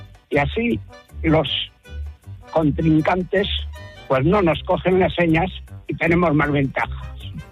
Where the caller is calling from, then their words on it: Arenas de San Pedro, Castile and León, Spain; de Arenas de San Pedro.